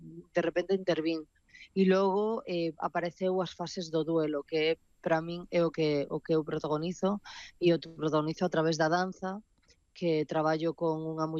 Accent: Ribeira, Galicia, Spain; coma nas aldeas ao redor de Santiago, que é donde eu me criei, criei-me aquí en Ribeira.

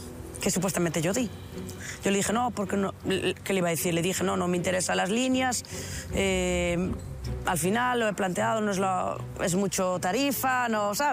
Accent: Galicia, Spain; yo soy gallega.

